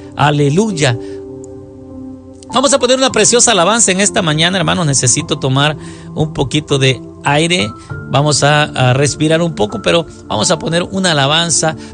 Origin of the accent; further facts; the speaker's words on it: Santa Ana, El Salvador; now in United States; mi tierra natal, soy salvadoreño de cepa, hermano, nací y crecí allá en Santa Ana, ciudad morena, así se conoce, ¿verdad? Llevamos ya más de 25 años habitando aquí en Estados Unidos.